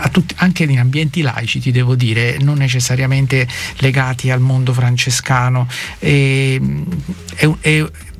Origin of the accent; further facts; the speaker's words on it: Lucera, Apulia, Italy; Il primo convento in cui sono entrato è quello del mio paese.